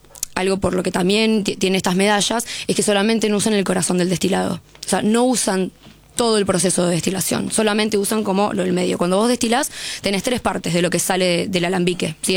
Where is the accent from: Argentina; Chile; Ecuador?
Argentina; Sí, nosotros como argentinos estamos posicionados creo que entre el 4 o el 5 lugar que más toma gin del mundo. O sea, nosotros tomamos gin tónica hasta en invierno.